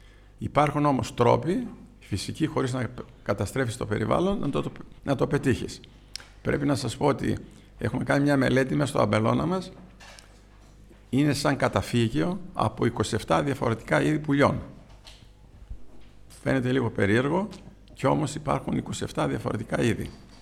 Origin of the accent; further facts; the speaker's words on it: Epanomi, Central Macedonia, Greece; θέλησα να αναβιώσω την αμπελοκαλλιέργεια στην επανομή που ήταν το χωριό μου.